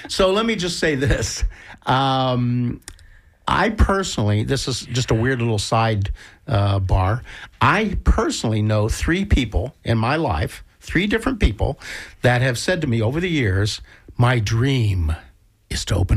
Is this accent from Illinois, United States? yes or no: no; Bradenton, Florida, United States; also born or lived in Sarasota, Florida; I grew up in Bradenton, and in Sarasota